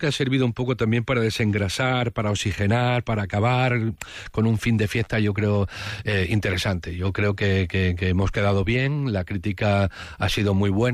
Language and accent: Spanish; Don Benito, Extremadura, Spain; Pero siempre que puedo, intento hacer todos los estrenos en Don Benito, en mi pueblo.